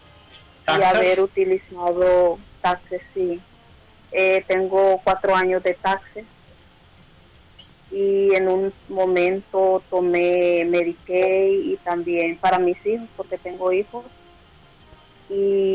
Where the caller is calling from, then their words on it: Massachusetts, United States; En Massachusetts.